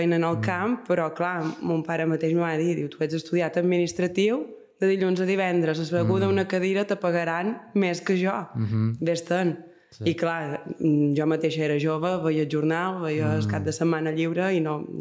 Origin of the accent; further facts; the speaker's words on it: Menorca, Balearic Islands, Spain; jo vaig quedar aquí a Menorca a estudiar perquè jo som molt menorquina